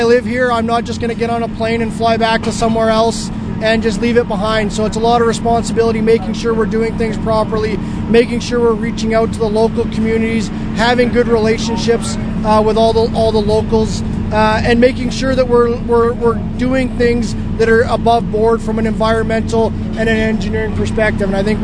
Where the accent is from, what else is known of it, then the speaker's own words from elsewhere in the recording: Saskatoon, Saskatchewan, Canada; we're from Saskatchewan and Saskatoon and we're from the area